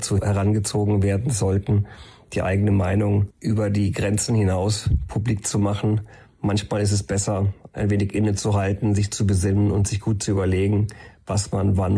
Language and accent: German; Würzburg, Bavaria, Germany; ist eine Hommage an meine Heimatstadt